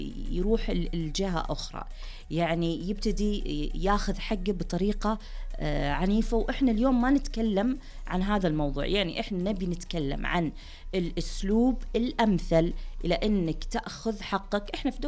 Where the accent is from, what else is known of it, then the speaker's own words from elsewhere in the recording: Saudi Arabia; هذا إحنا عندنا في السعودية